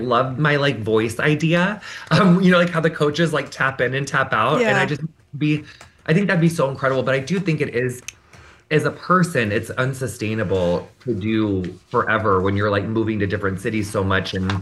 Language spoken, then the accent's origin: English; Illinois, United States; I am from Illinois, but I'm from a really rural, small town in Illinois, like very far away from Chicago.